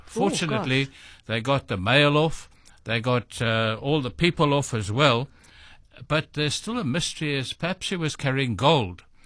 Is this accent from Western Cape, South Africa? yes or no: yes; Cape Town, Western Cape, South Africa; I grew up in Little Mowbray